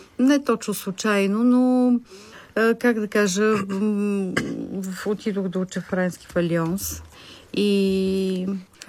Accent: Sofia, Sofia City, Bulgaria; moved away as an adult; now in France

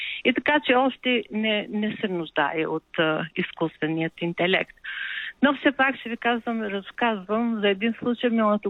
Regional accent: Tirana, Tirana County, Albania; Странно, но аз съм се чувствала различна от моите връстници в Тирана, в родното ми място. И когато стъпих на земята на майка ми на 18 години, и тогава разбрах и усетих тобруджанските равнини

